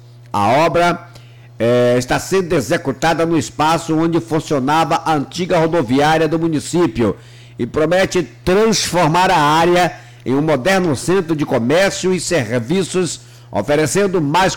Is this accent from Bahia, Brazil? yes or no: yes; São Félix, Bahia, Brazil; minha terrinha natal. Cidade de São Félix, no Recôncavo Baiano